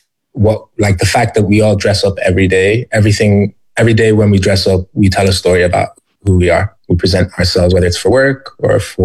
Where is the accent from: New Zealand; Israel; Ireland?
Ireland; something I felt growing up in Ireland, for sure.